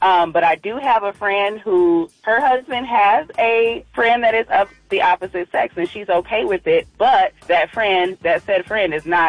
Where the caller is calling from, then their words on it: Flint, Michigan, United States; I'm calling from Flint, Michigan